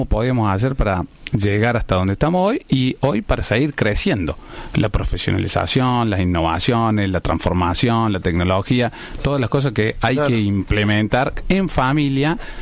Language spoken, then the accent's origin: Spanish; Córdoba, Argentina; born there; nosotros nacimos en Córdoba